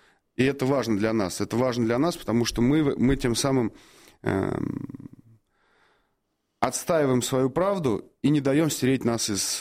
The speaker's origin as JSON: {"language": "Russian", "country": "Russia", "said": "мы из России"}